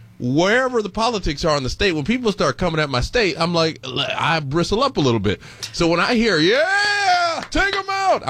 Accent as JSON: {"language": "English", "region": "California", "country": "United States", "said": "I hold to being a Californian pretty strongly."}